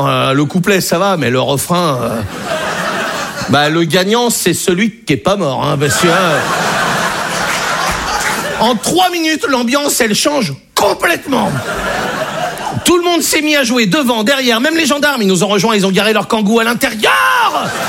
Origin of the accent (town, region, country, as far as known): Brittany, France